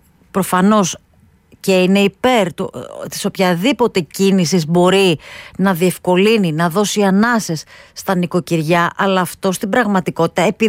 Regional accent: Greece; εμείς για παράδειγμα ως Έλληνες

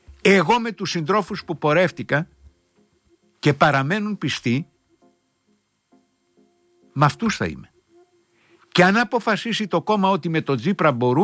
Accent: Crete, Greece; Εντάξει, στη Βόρεια Ελλάδα θα πεις, ρε παιδί μου, αλλά στο χωριό μου στην Κρήτη, στο Λασίθι, πάνω στη δίκτυα να πέσει χιόνι.

